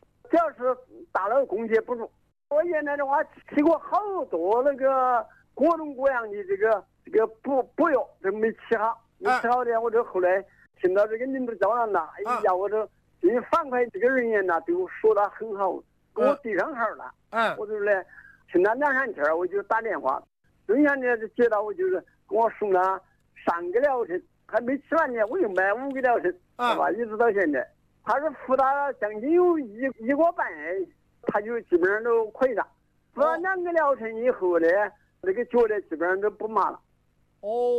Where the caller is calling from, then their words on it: Zhongxiang, Hubei, China; 我是中乡市南湖刘桥山的，